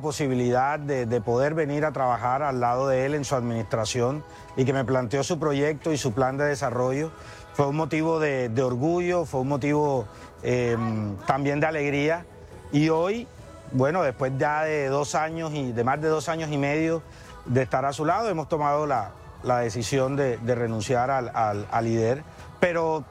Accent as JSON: {"language": "Spanish", "town": "Cartagena", "region": "Bolívar", "country": "Colombia", "moved": "yes", "said": "regresar a mi tierra, de regresar a Cartagena"}